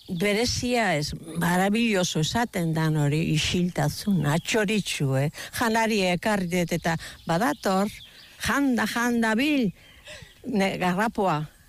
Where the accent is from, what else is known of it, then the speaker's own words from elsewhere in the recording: Bermeo, Basque Country, Spain; also born or lived in Trintxerpe; Ez, ni berniotarra naiz, nire sustrai guztia Bermeon daude.